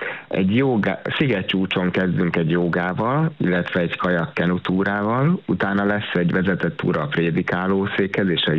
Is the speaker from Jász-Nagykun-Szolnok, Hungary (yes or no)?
no; Budapest, Hungary; mert Pesten nőttem föl a betoncsungerbe